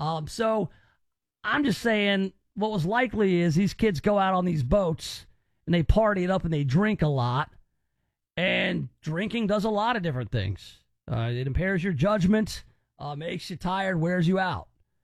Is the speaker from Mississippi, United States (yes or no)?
yes; Mississippi, United States; Undertow was a huge fear growing up on the Gulf Coast.